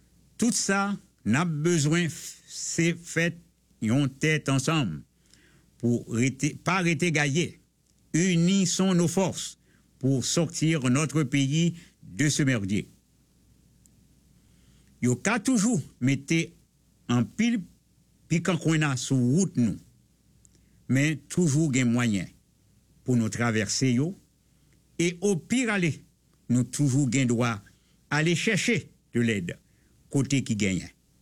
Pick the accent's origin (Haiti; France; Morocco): Haiti; now in Canada; Retournons chez nous en Haïti